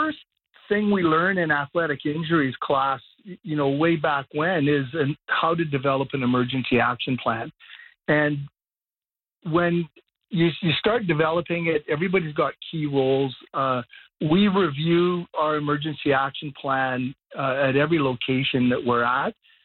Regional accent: Cranbrook, British Columbia, Canada; I grew up in Cranbrook

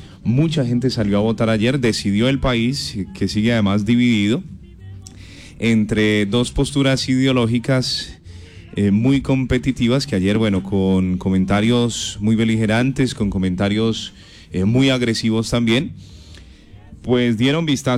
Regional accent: Colombia; Ayer, bueno, felicitarnos como colombianos.

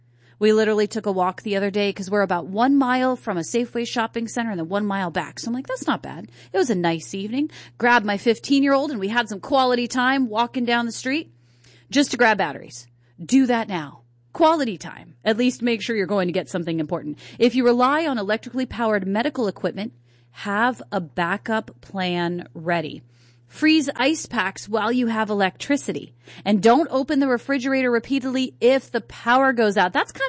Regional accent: East Coast, United States; now in Hawaii, United States; back when I was growing up on the East Coast

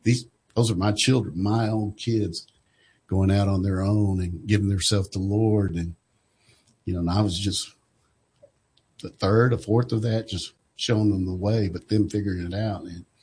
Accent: Jacksonville, Arkansas, United States; I grew up in Jacksonville with Arkansas Tech, played football there.

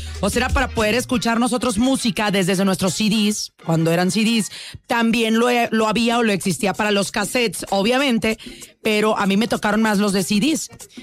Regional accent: Mazatlán, Sinaloa, Mexico; moved away; hasta mi tierra, Mazatlán, Sinaloa.

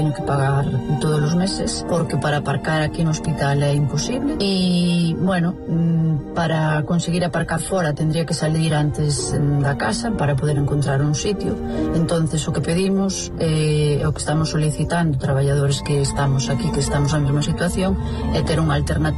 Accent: Carballo, Galicia, Spain; son enfermeira e traballo aquí no Chuac, son de Carballo.

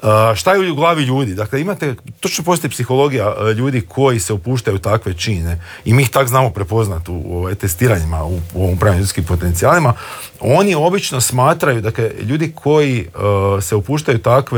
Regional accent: Slavonia, Croatia; ja sam iz Slavonije, onda to redovno idem u Slavoniju.

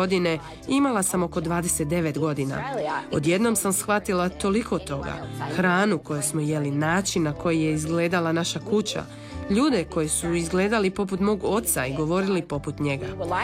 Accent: Perth, Western Australia, Australia; now in Podgora, Croatia; Rođena sam u Perthu u zapadnoj Australiji. Tamo sam rođena i odrasla.

